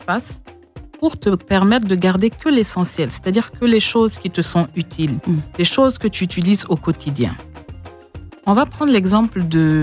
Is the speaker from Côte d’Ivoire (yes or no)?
yes; Côte d’Ivoire; Ce n'est pas très encore développé chez nous, mais il y en a qui le font, hein, même en Côte d'Ivoire.